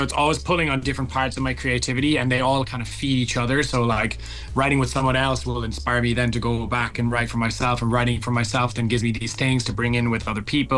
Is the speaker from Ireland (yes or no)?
yes; Cork, Munster, Ireland